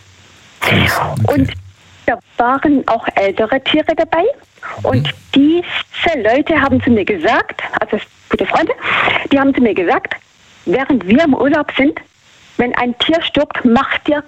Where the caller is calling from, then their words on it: Baden-Württemberg, Germany; Kreis Böblingen Richtung Stuttgart.